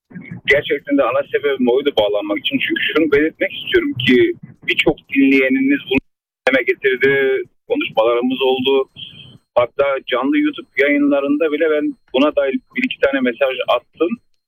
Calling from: Germany; Ben Almanya'dan arıyorum. … 1 yaşındayım.

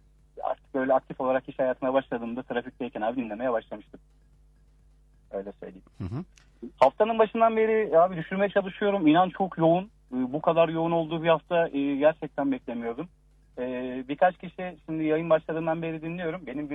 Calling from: Istanbul, Turkey; İstanbul.

